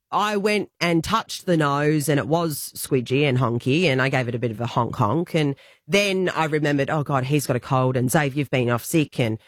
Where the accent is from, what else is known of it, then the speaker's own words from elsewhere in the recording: Perth, Western Australia, Australia; born and bred in Perth, you know, got a job there. My family's there, obviously.